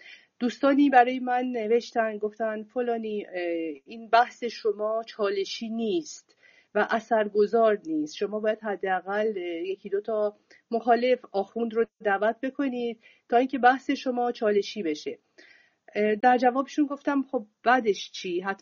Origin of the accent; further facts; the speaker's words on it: Iran; moved away as an adult; now in France; من وقتی از ایران آمدم و به فرانسه